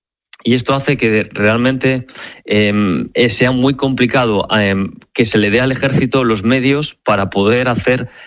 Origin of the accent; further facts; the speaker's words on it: Cantabria, Spain; vamos, que yo soy de Cantabria y os puedo dar ese ejemplo, ¿no?